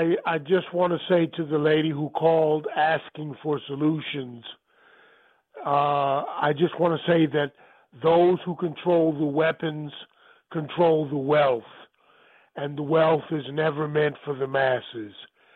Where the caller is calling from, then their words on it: Germany; calling you long distance from Germany, brother.